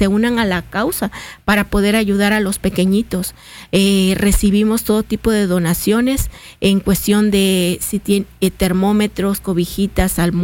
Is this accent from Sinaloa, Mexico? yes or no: no; Coatzacoalcos, Veracruz, Mexico; now in Mérida, Mexico; En Coatzacoalcos, Veracruz, somos originarios de Coatzacoalcos, pero tengo muchos años viviendo aquí en Mérida.